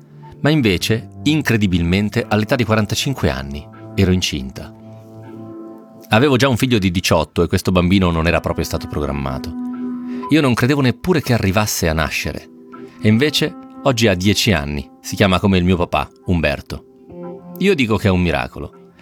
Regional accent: Como, Lombardy, Italy; Mio padre veniva da una famiglia povera. Noi siamo di Como. Lui stesso diceva di essere cresciuto a pane e salame.

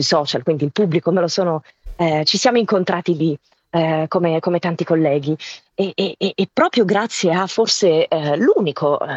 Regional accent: Rome, Lazio, Italy; io sono di Roma, quindi quale patria per l'intrattenimento migliore della mia città?

